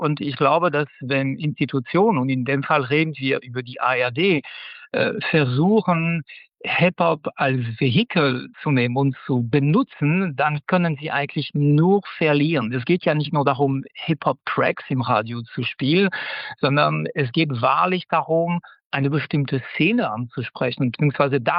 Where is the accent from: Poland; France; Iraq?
France; now in Germany; als Franzose